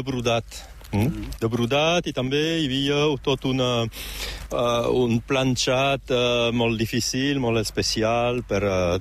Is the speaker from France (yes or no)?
yes; Perpignan, Occitania, France; born there; Catalan is a second language; De néixer a Perpinyà me semblava natural